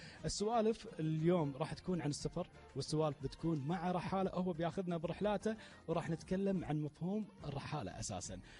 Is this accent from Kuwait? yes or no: yes; Kuwait; بلدنا الحبيب الكويت